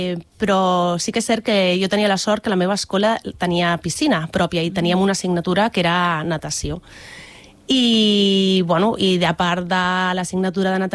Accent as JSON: {"language": "Catalan", "town": "L'Hospitalet de Llobregat", "region": "Catalonia", "country": "Spain", "moved": "yes", "lives_now": "Cornellà de Llobregat, Spain", "said": "A mi m'agrada dir que sóc de Bellvitge, ho dic amb molt d'orgull."}